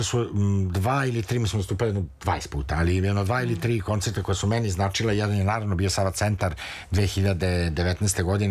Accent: Serbia; pet je četiri Španaca, jedan Francuz, jedna Italijanka i ja sam iz Srbije.

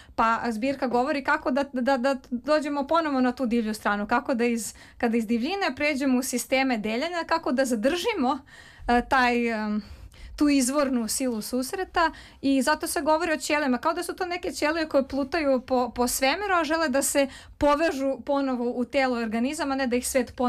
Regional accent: Belgrade, Serbia; Tako da između mog Beograda i novih svetova mislim da u tom sadejstvu najbolje nastaju knjige.

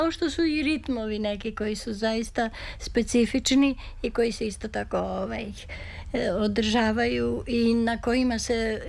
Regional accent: Serbia; ne samo u mojoj muzici, nego se to kontinuirano od pionira naše umetničke muzike kod nas u Srbiji proteže, a to je ta pevnost naše muzike. Mi smo pevačka nacija i sve proizilazi iz pevanja.

